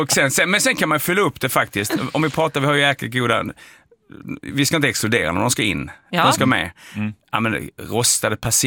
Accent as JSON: {"language": "Swedish", "region": "Skåne", "country": "Sweden", "tie": "born there", "said": "Men jag är nästan uppvuxen på Österlen kan man säga, stor del av mitt liv."}